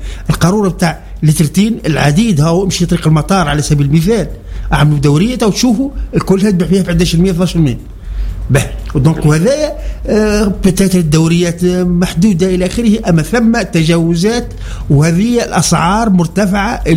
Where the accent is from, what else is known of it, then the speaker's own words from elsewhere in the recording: Tunisia; now in Sfax, Tunisia; أنا كمواطن تونسي وموجود في صفاقس